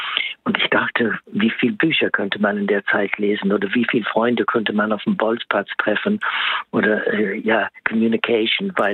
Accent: Ireland; German is a second language; moved away; ich komme aus Irland allerdings

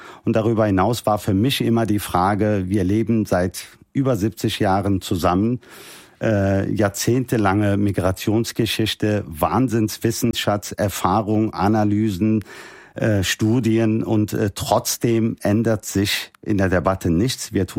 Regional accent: Cologne, North Rhine-Westphalia, Germany; Ich bin in Köln-Mühlheim aufgewachsen.

